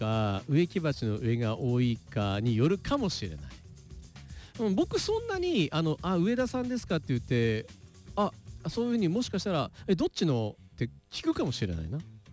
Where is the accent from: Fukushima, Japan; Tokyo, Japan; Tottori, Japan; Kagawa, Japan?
Tokyo, Japan; 私も東京都民なんですけど